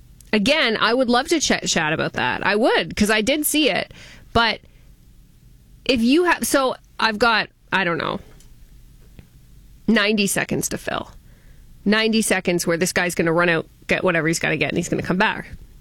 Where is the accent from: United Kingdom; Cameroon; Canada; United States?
Canada; we love being Canadian